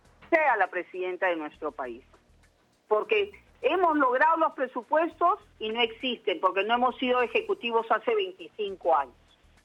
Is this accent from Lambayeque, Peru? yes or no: no; Piura, Peru; en mis 60 años, ¿qué ha pasado con Piura? Todo el mundo que conoce que soy piurana